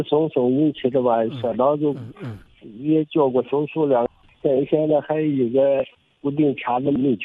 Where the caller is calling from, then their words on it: Zaozhuang, Shandong, China; 我是山东枣庄。